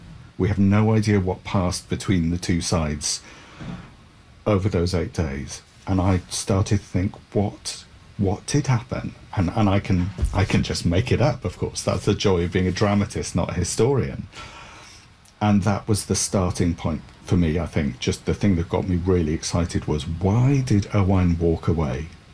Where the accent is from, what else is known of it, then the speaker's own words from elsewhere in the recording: Wales, United Kingdom; And in Wales, we seem to have been saying since then